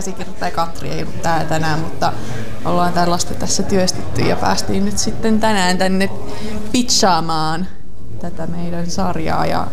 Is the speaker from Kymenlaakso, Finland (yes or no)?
no; Ivalo, Lapland, Finland; Mä olin kotipuolessa täällä Ivalossa